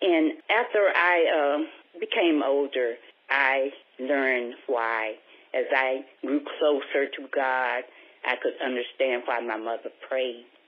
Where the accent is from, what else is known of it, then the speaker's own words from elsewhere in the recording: Winterville, North Carolina, United States; We grew up in the small town of Winterville, North Carolina. It's located near Greenville, North Carolina. It's a very small town.